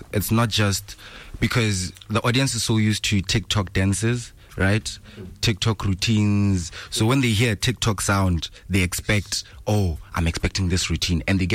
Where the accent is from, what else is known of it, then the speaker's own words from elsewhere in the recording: Nigeria; I'm Nigerian